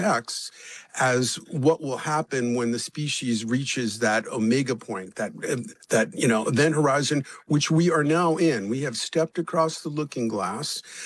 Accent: New York City, New York, United States; And then when I grew up in the Bronx, I grew up listening to the Long John Nimble show

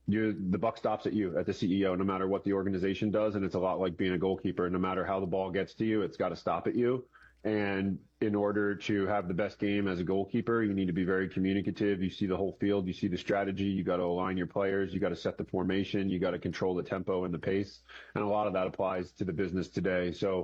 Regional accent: New Jersey, United States; I'm originally from South Jersey, right outside of Long Beach Island, and I am one of four from a blended family, so two half-sisters, one half-brother.

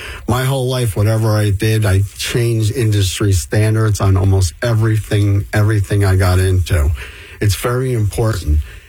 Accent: Rahway, New Jersey, United States; I'm from Rahway, New Jersey. The town went to crap.

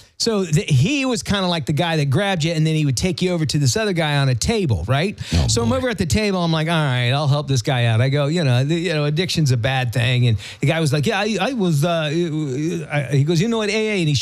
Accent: England, United Kingdom; Are you Italiano? And I go, no, I'm English.

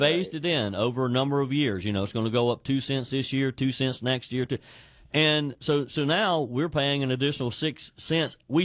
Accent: South Carolina, United States; Because I know in my home state of South Carolina

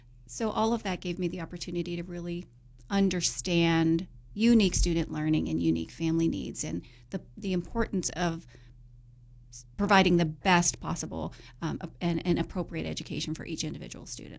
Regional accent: Pittsburgh, Pennsylvania, United States; moved away as an adult; now in Elk County, United States; I was born and raised in Pittsburgh, Pittsburgh, PA here, and grew up in a not so well-off area and a not so well-off family structure.

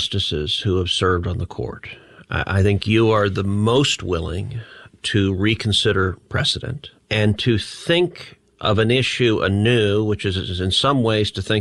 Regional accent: Texas, United States; All right, now as a Texan, that makes me happy.

